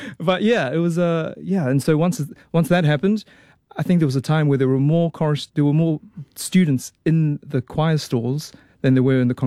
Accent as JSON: {"language": "English", "region": "Auckland", "country": "New Zealand", "tie": "born or raised there", "said": "I did. I grew up in Auckland. I grew up in East Auckland in Howick Highland Park."}